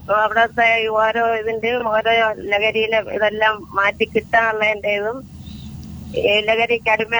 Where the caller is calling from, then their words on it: Vellanad, Kerala, India; വെള്ളനാടാണ്.